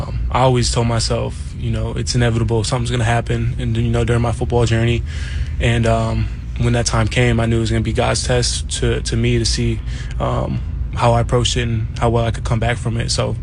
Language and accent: English; Wisconsin, United States; moved away; especially a Wisconsin native.